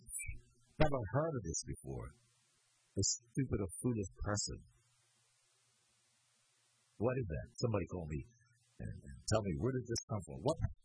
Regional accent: Bermuda

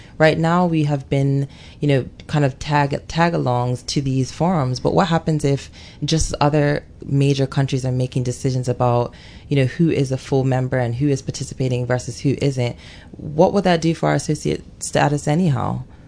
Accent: Bermuda

